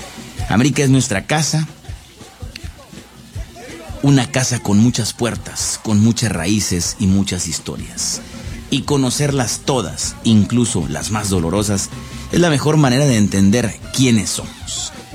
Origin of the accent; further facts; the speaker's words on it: northern Mexico, Mexico; cómo somos los norteños